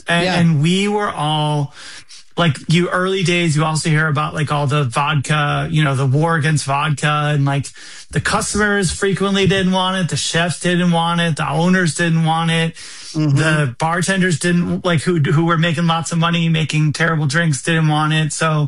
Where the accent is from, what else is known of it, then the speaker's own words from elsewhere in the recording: the Midwest, Wisconsin, United States; moved away; So having become an adult in Wisconsin, it's funny. And growing up in the Midwest, I've realized I'm long gone.